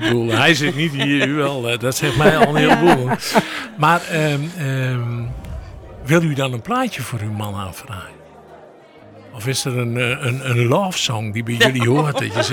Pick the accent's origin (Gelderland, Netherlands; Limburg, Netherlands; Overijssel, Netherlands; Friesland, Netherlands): Gelderland, Netherlands; Ik kom uit de Achterhoek